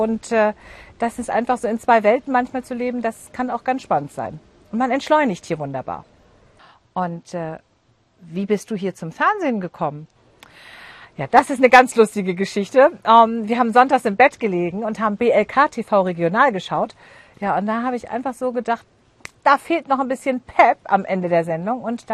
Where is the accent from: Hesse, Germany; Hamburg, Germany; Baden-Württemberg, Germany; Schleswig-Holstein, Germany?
Hamburg, Germany